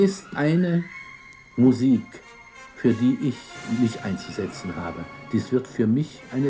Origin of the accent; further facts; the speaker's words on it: Berlin, Germany; born there; ich bin in Berlin geboren, in einem Haus, in dem es nicht sehr üppig zuging.